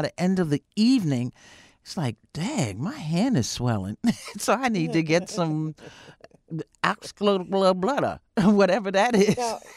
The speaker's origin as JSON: {"language": "English", "region": "New York", "country": "United States", "said": "me being a New Yorker and living just a few steps from Broadway"}